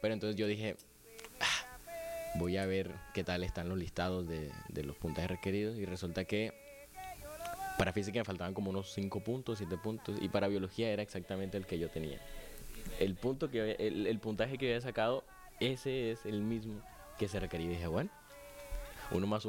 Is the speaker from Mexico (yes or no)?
no; Cereté, Córdoba, Colombia; soy de CRT, oriundo de ahí, nacido de ahí. Tarjeta de identidad, CRT Córdoba, cédula CRT Córdoba, creo que registro civil también.